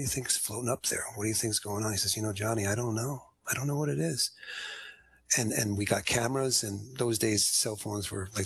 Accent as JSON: {"language": "English", "town": "Hollywood", "region": "California", "country": "United States", "tie": "born or raised there", "said": "growing up in Hollywood, I have a tendency to like older films up until the 80s"}